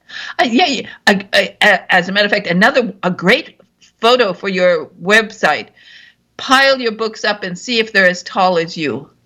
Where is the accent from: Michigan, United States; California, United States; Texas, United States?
Michigan, United States; I'm from Northern Michigan